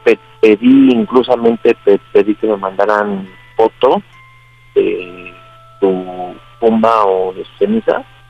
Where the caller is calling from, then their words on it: Mexico City, Mexico; 33, soy de la Ciudad de México, de la denominación Tlalpan